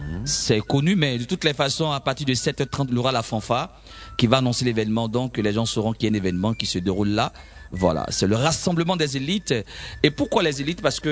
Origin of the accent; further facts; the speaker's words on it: Bas-Sassandra, Côte d’Ivoire; je suis originaire de la région du sud-ouest de Côte d'Ivoire, San Pedro de Tabou. Je suis ivoirien 100% de père et de mère